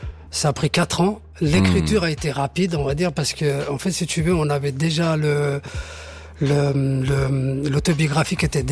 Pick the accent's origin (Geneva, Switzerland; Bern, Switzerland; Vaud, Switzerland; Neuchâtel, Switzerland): Geneva, Switzerland; also born or lived in Somaliland; pas très loin de chez moi. Enfin, de là où j'ai grandi.